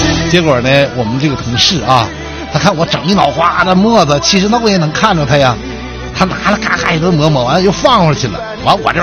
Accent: China

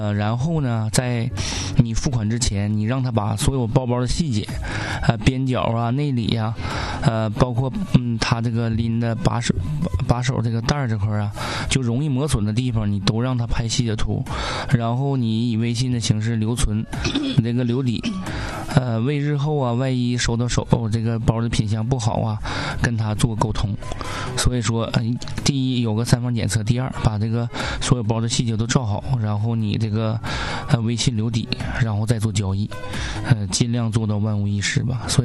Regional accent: Northeast China, China; accent: Northeastern Mandarin (Dongbei); 用咱们东北话讲

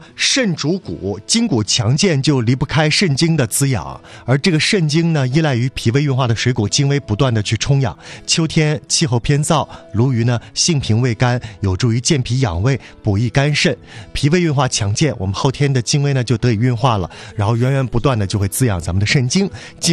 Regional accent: Northeast China, China; 我们东北人

